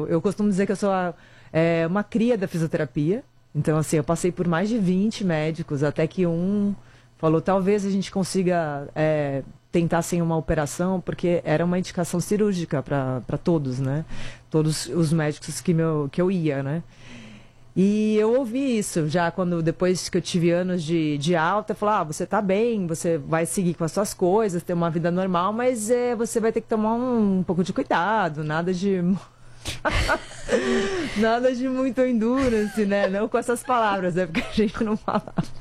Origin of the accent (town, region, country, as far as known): Santos, São Paulo, Brazil; now in São Paulo, Brazil